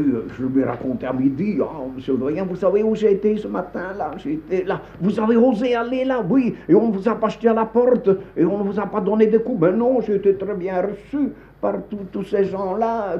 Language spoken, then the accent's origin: French; Flanders, Belgium; moved away; also born or lived in Wallonia; je connais très bien le flamand, je suis flamand